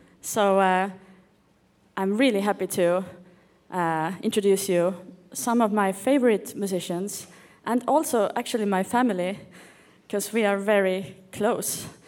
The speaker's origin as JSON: {"language": "English", "country": "Estonia", "said": "I come from Estonia. It's a land of... actually, I come from an island in Estonia, and it's filled with junipers."}